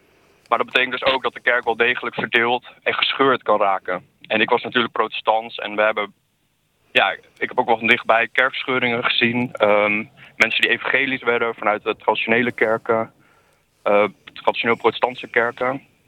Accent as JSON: {"language": "Dutch", "town": "Wierden", "region": "Overijssel", "country": "Netherlands", "tie": "born or raised there", "also_born_or_lived": "Almelo", "said": "Ja, ik ben een geboren Twentenaar, dus ik kom uit Almelo. En voordat ik 1 jaar oud was, zijn mijn ouders naar Wierden verhuisd."}